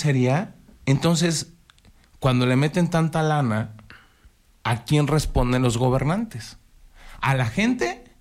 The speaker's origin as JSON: {"language": "Spanish", "region": "Aguascalientes", "country": "Mexico", "said": "Pues somos iguales, somos mexicanos. Somos hermanos, somos hidrocálidos."}